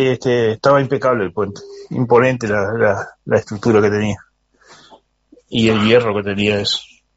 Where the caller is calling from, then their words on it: Paysandú, Uruguay; de Paysandú.